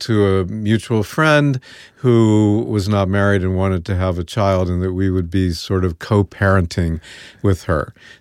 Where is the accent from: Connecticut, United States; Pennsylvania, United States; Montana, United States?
Pennsylvania, United States; Wilkes-Barre; moved away as an adult; now in New York, United States; growing up in Wilkes-Barre in the 50s and 60s